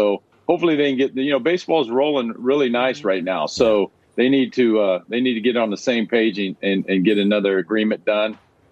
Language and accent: English; Houston, Texas, United States; born there; My hometown team, the Astros